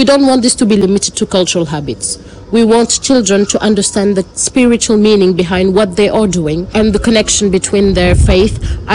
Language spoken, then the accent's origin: English; France; growing up in France means being exposed to many different cultures and religious celebrations.